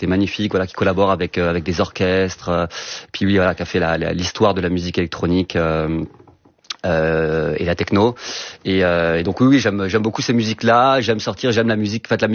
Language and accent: French; Brittany, France; moi, je parle pas en tant que Breton, je parle en tant que vacancier.